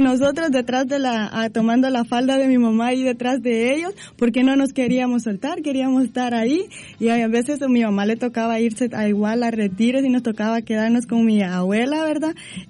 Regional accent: El Salvador; moved away; yo soy salvadoreña

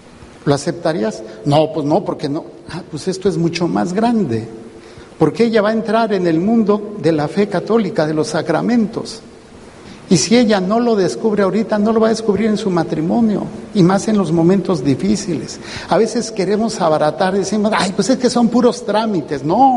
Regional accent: Mexico City, Mexico; born there; allá en la parroquia donde nací, en la Pasión, la Sagrada Pasión, allá en la Ciudad de México

